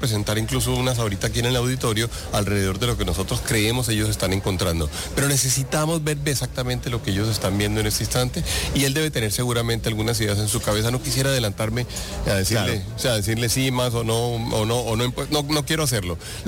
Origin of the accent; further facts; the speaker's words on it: Colombia; porque somos colombianos